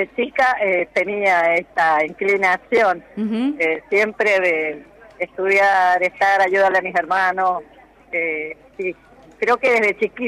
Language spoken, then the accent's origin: Spanish; San Carlos, Mendoza, Argentina; born there; yo nací en San Carlos.